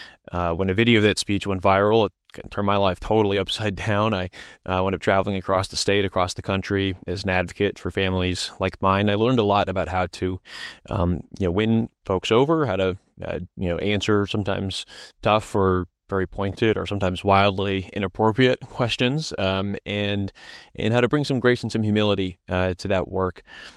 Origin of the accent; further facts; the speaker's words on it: Iowa, United States; one of the things that kind of occurred to me is that in Iowa, we understand that carpenters don't build barns alone.